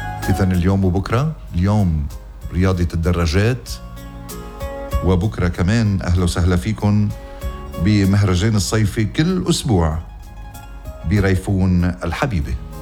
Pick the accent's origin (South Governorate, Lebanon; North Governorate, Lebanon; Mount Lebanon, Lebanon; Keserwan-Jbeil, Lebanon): Keserwan-Jbeil, Lebanon; Ghazir; born there; بكفر حباب غزير ضيعتي الحلوة.